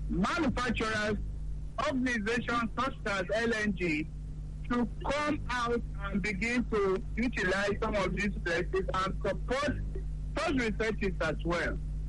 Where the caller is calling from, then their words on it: Abuja, Federal Capital Territory, Nigeria; I'm calling from Abuja.